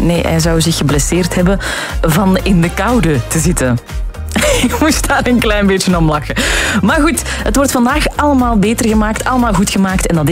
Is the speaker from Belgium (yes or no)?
yes; Deurne, Antwerp, Belgium; Wij zijn allebei uit Deurne, Elisabeth.